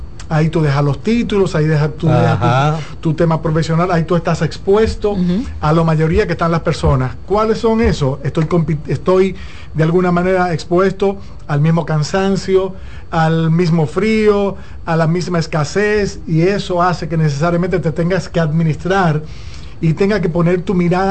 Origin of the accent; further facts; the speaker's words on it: San José de Ocoa, Dominican Republic; en pandemia me voy a una casa que tengo en el campo, en San José de Ocoa. Yo soy campesino de San José de Ocoa